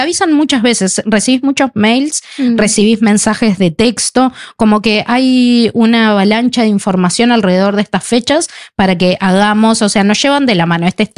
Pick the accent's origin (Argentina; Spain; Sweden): Sweden; Spanish is a second language